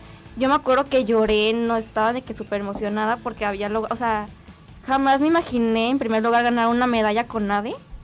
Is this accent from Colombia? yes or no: no; Nayarit, Mexico; yo crecí aquí en Nayarit